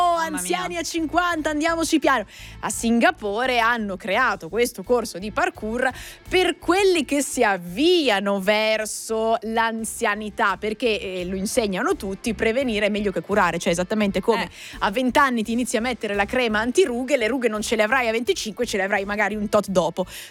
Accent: Lombardy, Italy; lì in Val d'Intelvi, che è un posto proprio al confine tra l'Italia e la Svizzera, vicino al lago, quindi su dalle mie parti

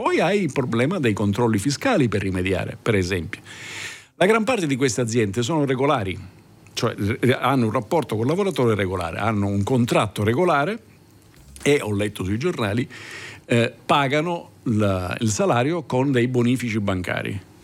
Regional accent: Southern Italy, Italy; io lo dico da Terrone.

